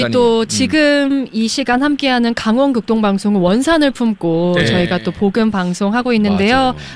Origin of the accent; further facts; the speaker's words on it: Gyeonggi Province, South Korea; accent: standard Korean; 저는 사실 이제 표준말을 쓰는 경기도 사람인데